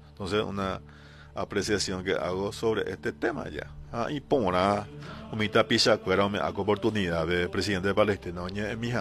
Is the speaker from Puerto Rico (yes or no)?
no; Paraguay; nos está haciendo perder nuestra esencia como paraguayo, como pueblo de bien, como pueblo cristiano.